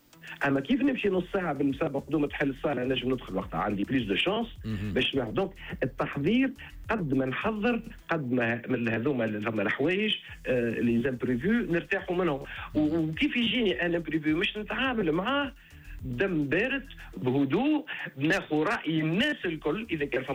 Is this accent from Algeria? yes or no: no; Tunisia; احنا راه تونسي